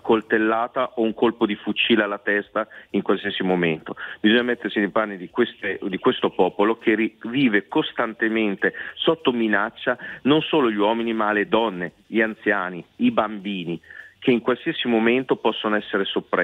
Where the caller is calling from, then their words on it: Reggio Emilia, Emilia-Romagna, Italy; Reggio Emilia.